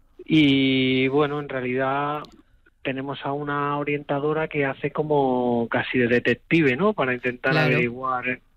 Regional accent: Seville, Andalusia, Spain; now in Madrid, Spain; Bueno, yo soy sevillano, pero vivo en Madrid.

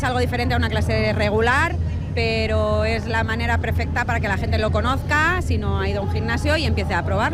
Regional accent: Madrid, Community of Madrid, Spain; Yo de Madrid.

